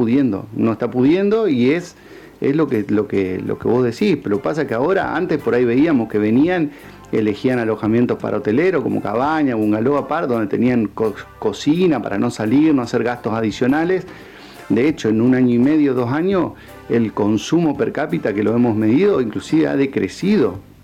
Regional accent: Argentina

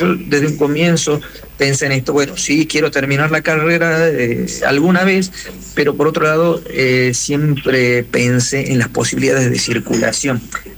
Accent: northern Argentina, Argentina; nunca jamás alguien ha pensado que yo era argentino

